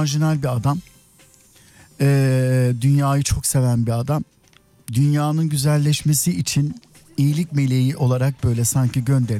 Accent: Istanbul, Turkey; Benim en zor zamanlarımda beni sarıp sarmalayan yine Kuştepe oldu.

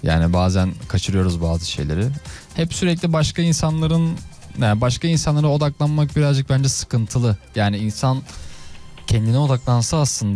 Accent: Manisa, Turkey; Hayır, yok abi, Manisa'lıyım.

